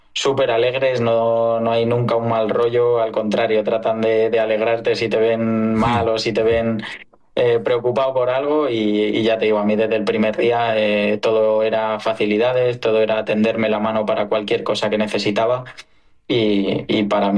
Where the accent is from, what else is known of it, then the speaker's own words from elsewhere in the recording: Spain; Ya no solo como aficionado, sino también pues